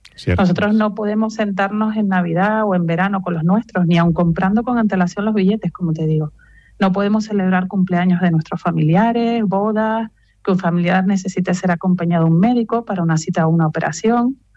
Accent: Canary Islands, Spain; now in Spain (mainland); Aquí somos muchos los canarios que vivimos en Península por numerosas razones, por trabajo, por matrimonio, por estudio.

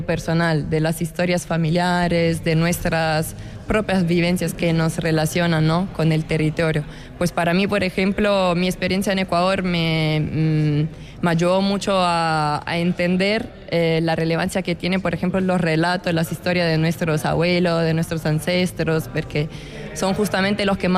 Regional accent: Italy; moved away; tengo 26 años y soy de Italia. Vengo de un pueblo muy chiquito en la costa este, la costa adriática de Italia. Y pues es un pueblo que en la antigüedad solía ser un pueblo de campesinos con muchos viñedos y mi familia justamente viene del campo.

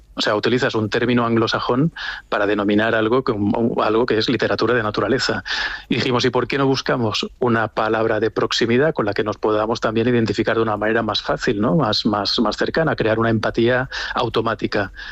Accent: Extremadura, Spain

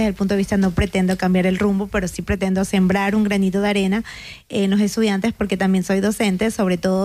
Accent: Ecuador; soy de Ecuador

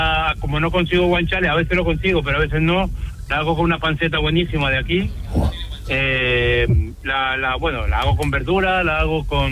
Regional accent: Argentina; Mira, yo tengo dos, soy argentino, pero tengo dos ramas. La rama paterna, que es española, y la rama materna, que son sicilianos.

